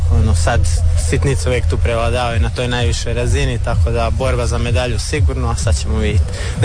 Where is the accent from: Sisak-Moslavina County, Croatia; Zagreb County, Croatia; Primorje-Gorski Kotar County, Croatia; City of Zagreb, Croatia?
Primorje-Gorski Kotar County, Croatia; Rijeka; kod nas u Rijeci, tamo to je sve ravno.